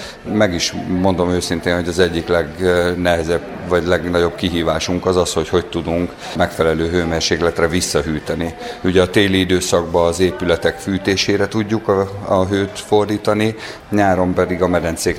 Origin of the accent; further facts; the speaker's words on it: Túrkeve, Jász-Nagykun-Szolnok, Hungary; born there; Én úgy nőttem föl, hogy ezekben a vizekben tudtam fürödni